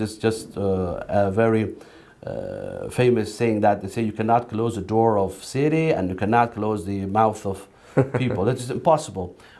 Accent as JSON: {"language": "English", "country": "Afghanistan", "also_born_or_lived": "Iran", "second_language": "English", "said": "Because I was from Afghanistan and I was in Iran, and I was reciting in front of people from Iran."}